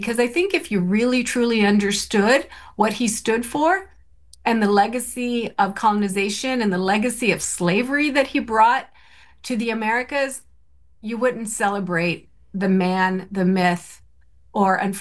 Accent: California, United States

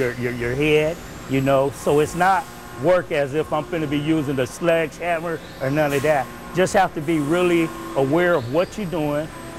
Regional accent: Oceanside, California, United States; I grew up in Oceanside.

